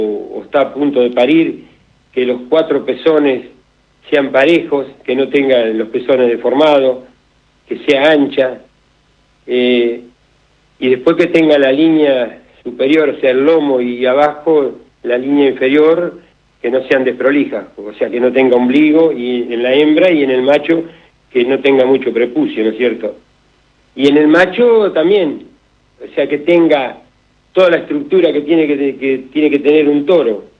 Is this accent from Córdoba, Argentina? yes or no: no; Benito Juárez, Buenos Aires Province, Argentina; also born or lived in Necochea; Mirá, yo nací en Necochea, una familia trabajadora, y a los 8 años a mi padre lo trasladan a Juárez, y bueno, a un campamento de vialidad, él trabajaba en vialidad.